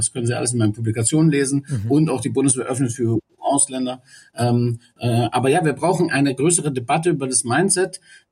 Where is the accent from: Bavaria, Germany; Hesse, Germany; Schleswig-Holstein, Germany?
Bavaria, Germany; Munich; born or raised there